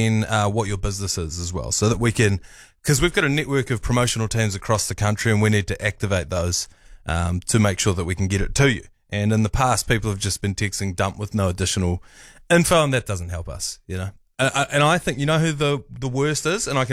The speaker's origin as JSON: {"language": "English", "region": "Canterbury", "country": "New Zealand", "moved": "yes", "said": "I don't bother telling people where I'm from up here, like just South Canterbury."}